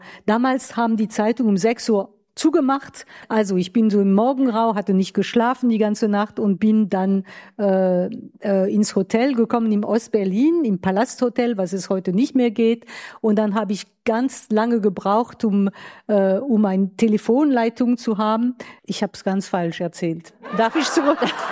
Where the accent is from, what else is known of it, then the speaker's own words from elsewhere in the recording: France; German is a second language; moved away; ich war nicht Wessi. Ja, ich war Französin